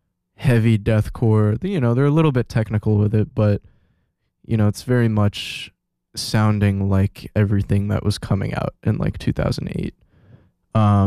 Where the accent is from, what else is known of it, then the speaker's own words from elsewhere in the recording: Chicago, Illinois, United States; shout out my hometown